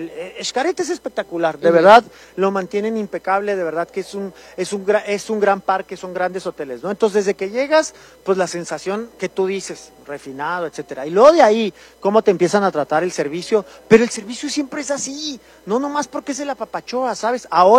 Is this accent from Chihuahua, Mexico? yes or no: yes; Chihuahua, Mexico; yo le digo apapachoa porque soy de Chihuahua, ajá